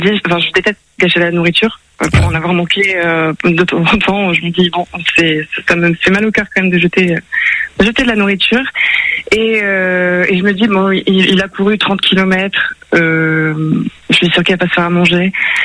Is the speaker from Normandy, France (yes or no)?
no; Hauts-de-France, France; Donc c'est des montagnes de charbon dans le Nord-Pas-de-Calais. Moi, je viens du Nord-Pas-de-Calais.